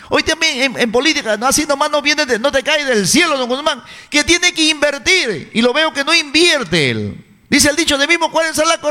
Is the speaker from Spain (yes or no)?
no; La Peca, Amazonas, Peru; now in Bagua Grande, Peru; por mi pueblo, por La Peca